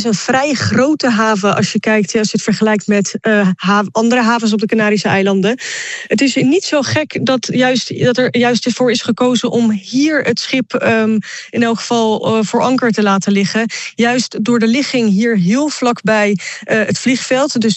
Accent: Spain; Dutch is a second language; Dus als we kunnen helpen, moeten wij dat als Spanjaarden zeker doen.

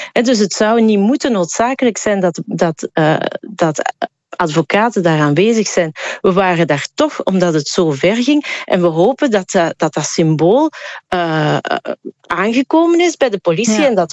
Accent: Flanders, Belgium

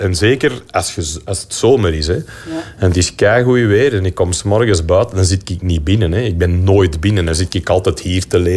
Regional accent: Antwerp, Flanders, Belgium; Ik heb ook gewoond niet zo ver van Berchem Statie, maar ik ben eigenlijk van Berchem origineel. Ja. Ik ben van de Fruit of Laan, wat helemaal niet hier ver vandaan is.

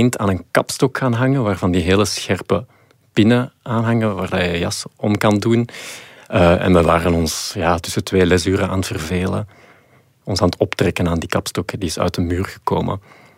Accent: Mechelen, Antwerp, Belgium; Ik ben van Mechelen en al de scouts in Mechelen spreken elkaar ook echt aan met die totems.

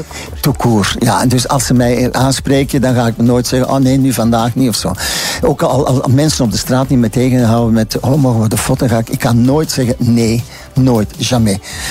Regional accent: Oevel, Antwerp, Belgium; also born or lived in Congo; ik ben geboren in de Congo. En dan zijn we teruggekomen omdat mijn broer malaria had. En dan hebben we 4 jaar in Oevel gewoond, bij de ouders van mijn mama.

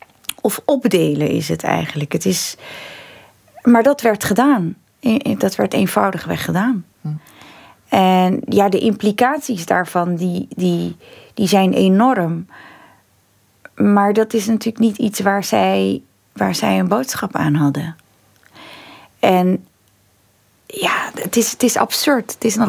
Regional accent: Tilburg, North Brabant, Netherlands; Wij woonden vlakbij België. Ik ben in Tilburg geboren, dus ik fietste altijd naar België.

